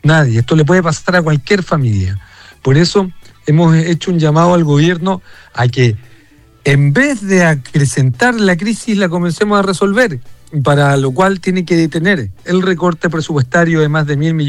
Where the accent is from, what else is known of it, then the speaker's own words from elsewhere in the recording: Valparaíso, Chile; quienes somos de Valparaíso y nos atendemos en la salud pública. Porque yo también me atiendo en mi CESFAM acá en el Cerro.